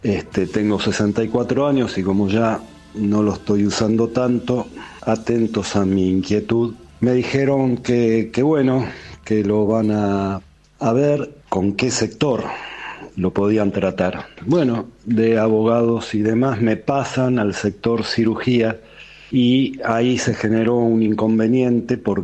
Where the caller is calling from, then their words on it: Lanús, Buenos Aires Province, Argentina; de Lanús.